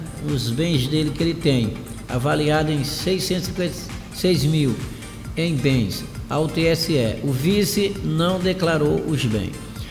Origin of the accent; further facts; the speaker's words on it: Olho d'Água das Cunhãs, Maranhão, Brazil; born there; now in Nova Olinda do Maranhão, Brazil; Olho d'Água das Cunhãs, a cidade lá onde eu nasci, Olho d'Água das Cunhãs. Nasci no povoado por nome Palmeiras, município de Aragua, município de Olho d'Água das Cunhãs.